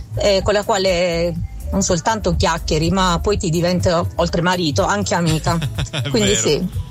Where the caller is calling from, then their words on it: Taranto, Apulia, Italy; noi siamo di Taranto